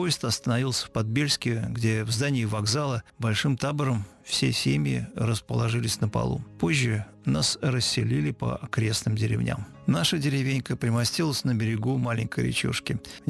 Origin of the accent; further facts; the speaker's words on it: Voronezh, Voronezh Oblast, Russia; Я родилась в Воронеже в 1937 году. Наша семья – папа Семен Григорьевич, мама Анна Михайловна, бабушка Клавдия Михайловна и я жили на левом берегу реки Воронеж в коммунальной квартире